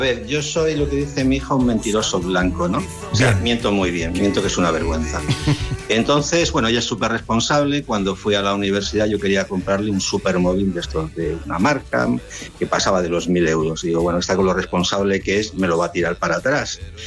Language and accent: Spanish; Guadalajara, Castilla-La Mancha, Spain; soy de Guadalajara.